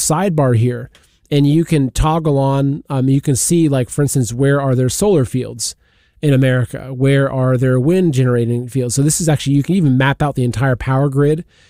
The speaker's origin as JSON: {"language": "English", "town": "Plain City", "region": "Ohio", "country": "United States", "tie": "born or raised there", "said": "So I grew up in Ohio. I grew up just outside of Columbus, Ohio."}